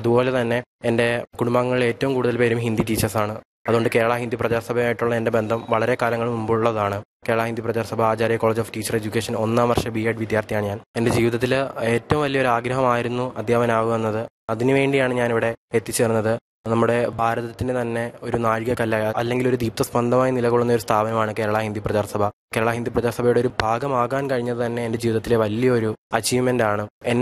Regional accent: Anchal, Kerala, India; കൊല്ലം അഞ്ചലാണ് എന്റെ സ്വദേശം.

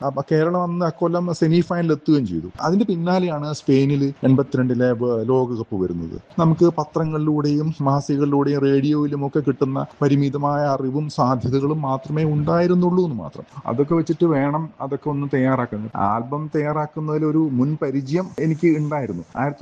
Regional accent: Kozhikode, Kerala, India; ഞാൻ കോഴിക്കോട്ടുകാരനാണ്.

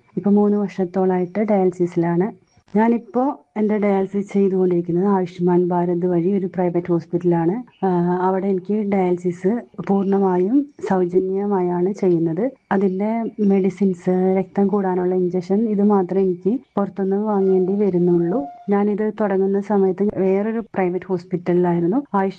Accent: Thrikkakara, Kerala, India; ഞാൻ എറണാകുളം തൃക്കാക്കര സ്വദേശിനിയാണ്.

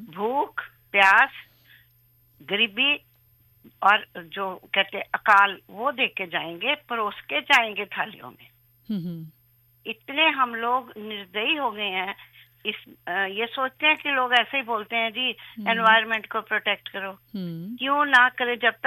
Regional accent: Chandigarh, India; मैं चंडीगढ़ की रहने वाली हूँ, हमारे घरों में कभी कोई बेड़े धोता ही नहीं था, झाड़ू दिया साफ हो गए।

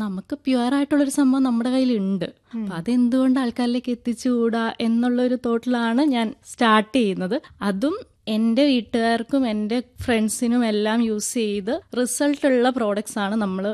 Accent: Idukki, Kerala, India; moved away as an adult; also born or lived in Kottayam / Bangalore; ഞാൻ വരുന്ന ഇടുക്കിയിൽ നിന്നാണ്. അപ്പം ഇടുക്കി എന്ന് പറഞ്ഞിട്ടുണ്ടെങ്കിൽ നമുക്കറിയാലോ എല്ലാവിധ ഔഷധ സസ്യങ്ങളും എല്ലാ കാര്യങ്ങളുമായിട്ട് സമ്പന്നമായിട്ടുള്ളൊരു സ്ഥലമാണ് ഇടുക്കി. അപ്പോൾ ഞാൻ പഠിച്ചത് കോട്ടയത്താണ്.

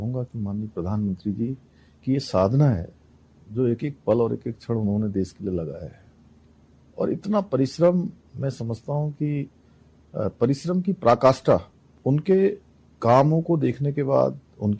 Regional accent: Uttarakhand, India; मैं उत्तराखंड में पैदा हुआ हूँ, बड़ा हुआ हूँ

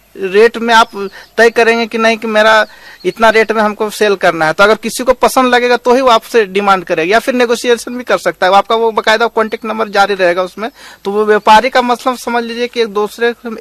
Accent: Jharkhand, India; मेरे झारखंड में बात करूँ तो मैं झारखंड में से हूँ

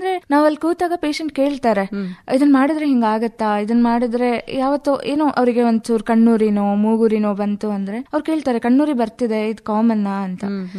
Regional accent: Chikkamagaluru, Karnataka, India; moved away as an adult; also born or lived in Davanagere / Hassan; ನಮ್ಮ ಚಿಕ್ಕಮಗಳೂರಲ್ಲಿ ಧರ್ಮಸ್ಥಳ ಸಂಸ್ಥೆಯವ್ರದ್ದು ಒಂದು ಪುಟ್ಟ ಕ್ಲಿನಿಕ್ ಇದೆ

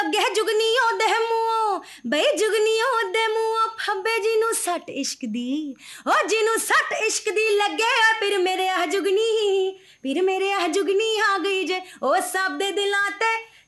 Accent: Jalandhar, Punjab, India; moved away; ਮੈਂ ਜਲੰਧਰ ਤੋਂ ਆਈ ਹੋਈ ਹਾਂ

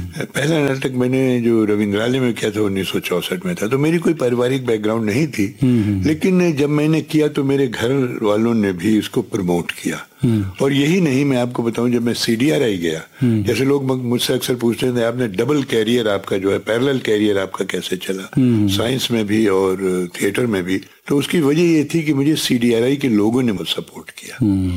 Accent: Lucknow, Uttar Pradesh, India; मेरा जन्म लखनऊ में हुआ, मेरी सारी शिक्षा लखनऊ में हुई, मैंने जॉब भी लखनऊ में किया

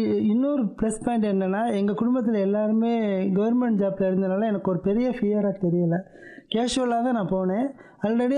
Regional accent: Shenkottai, Tamil Nadu, India; எங்கள் அப்பாவுக்கு சொந்த ஊர், அப்பா ஊர் தான் எங்களுக்கு பூர்வீகம், செங்கோட்டை, குற்றாலம் பக்கத்தில் எழில் கொஞ்சம் செங்கோட்டை தான் எங்களுக்கு சொந்த ஊர்.

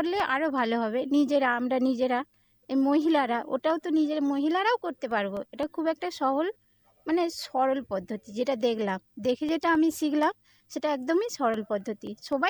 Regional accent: Chinsurah, West Bengal, India; চুচুড়া, আমি হুগলি জেলা থেকে আসছি, খানাখুল থানা 1।

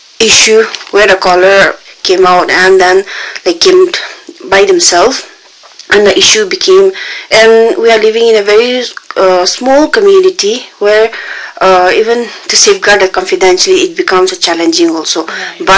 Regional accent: Nagaland, India; we are from Nagaland itself, from our own community.

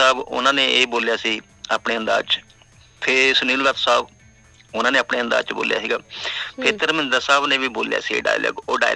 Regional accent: Kotli Than Singh, Punjab, India; ਔਰ ਮੈਂ ਸਵਾਰੀ ਕੀਤੀ ਸੀਗੀ, ਸਾਡੇ ਪਿੰਡ ਦੋ ਤਾਂਗੇ ਚੱਲਦੇ ਹੁੰਦੇ ਕੋਟਲੀ ਥਾਨ ਸਿੰਘ ਤੋਂ ਰਾਮਵਲੀ ਤੱਕ

